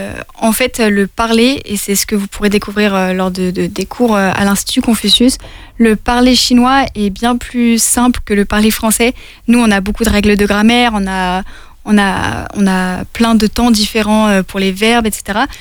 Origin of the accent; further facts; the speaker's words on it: France; en Chine, par exemple, je leur disais je suis française.